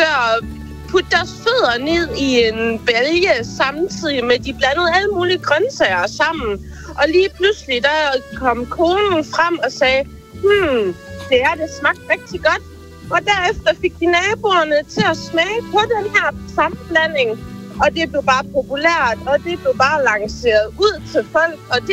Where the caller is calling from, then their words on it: Mors, North Denmark Region, Denmark; Jeg er fra Mors.